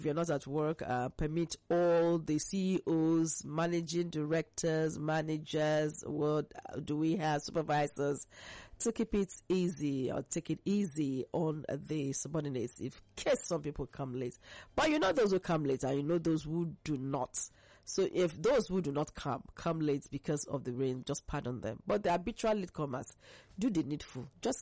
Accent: Nigeria; We keep praying because we are all in here and we are from Nigeria.

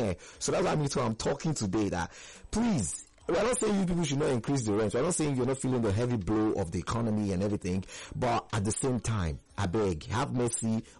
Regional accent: Nigeria

